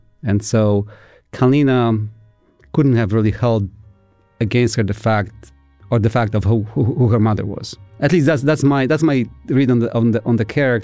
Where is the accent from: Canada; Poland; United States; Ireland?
Poland; moved away; So when I grew up in Poland in the 80s